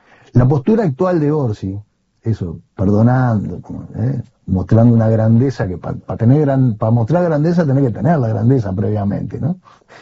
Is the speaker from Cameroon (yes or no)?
no; Uruguay